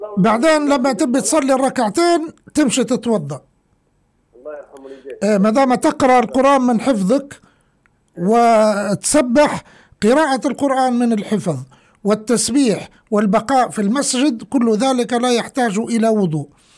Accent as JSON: {"language": "Arabic", "country": "Libya", "accent": "Libyan", "said": "سطل البغلي بلهجتنا الليبية يعني دلو من الاسمنت"}